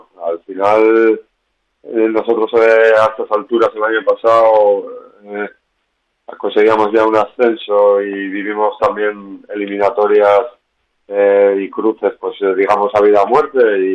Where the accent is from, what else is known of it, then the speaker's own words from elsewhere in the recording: Santander, Cantabria, Spain; Yo soy del Racing de Santander, porque bueno, soy de ahí.